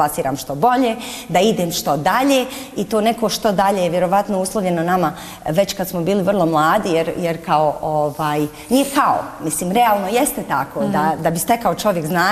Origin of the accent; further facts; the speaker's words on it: Tuzla, Tuzla Canton, Bosnia & Herzegovina; moved away; ja sam iz Tuzle otišla 92. godine, to je sad već više od 30 godina